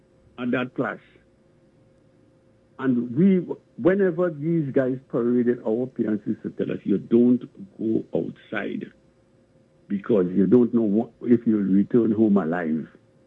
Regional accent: Port of Spain, Trinidad & Tobago; born there; Yes, well, I was born at the corner of Martineau Lane and Calvary Hill. That is an area just a little bit beyond where Park Street in Trinidad, Port of Spain, Trinidad, ends.

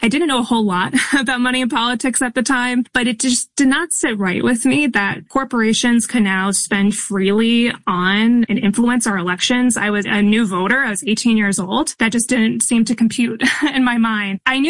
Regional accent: New York, United States; So I grew up on Long Island. I have very fond memories taking the train into New York City as a kid

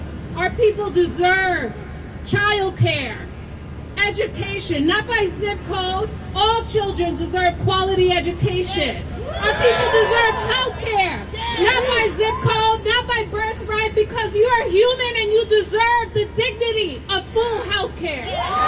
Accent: New York City, New York, United States; I'm from Brooklyn.

